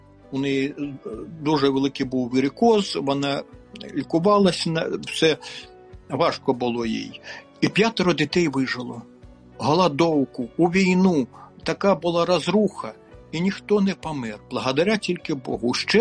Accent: Ivot, Sumy Oblast, Ukraine; born there

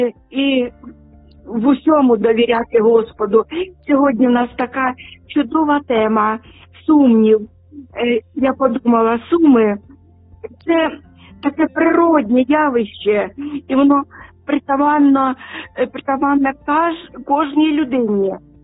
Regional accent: Sumy Oblast, Ukraine; Я хочу перш за все передати моє вітання на мою Україну, на мою рідну Сумщину, в Київ, мою рідну столицю України.

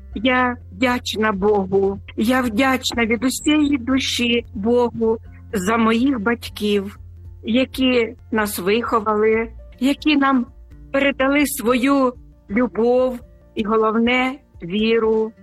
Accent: Sumy, Sumy Oblast, Ukraine; Це наш Максим, який зараз захищає наше рідне місто Суми.

